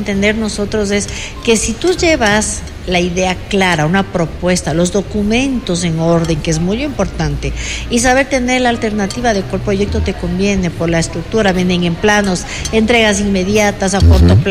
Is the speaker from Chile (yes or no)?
no; Ecuador